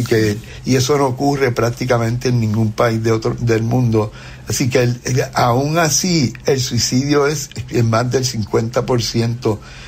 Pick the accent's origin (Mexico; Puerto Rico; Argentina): Puerto Rico